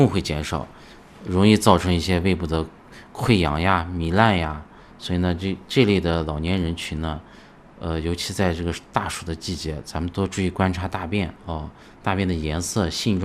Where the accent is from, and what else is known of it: Xinjiang, China